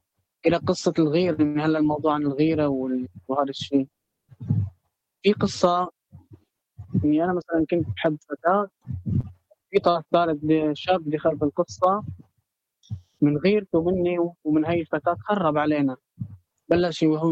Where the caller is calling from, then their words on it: Syria; انا سوري، بس حاول اتكلم معاكم بالمصري عشان تفهموني.